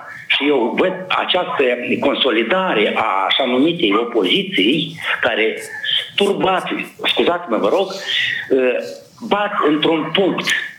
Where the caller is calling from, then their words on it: Căușeni, Căușeni District, Moldova; Sunt de la Căușeni